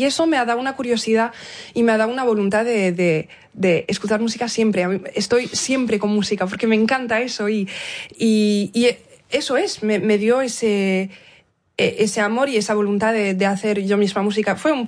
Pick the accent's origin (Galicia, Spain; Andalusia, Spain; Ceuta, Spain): Galicia, Spain; Y creo que es algo, no solo del hecho de que sea gallega, sino que sea la hija de mi padre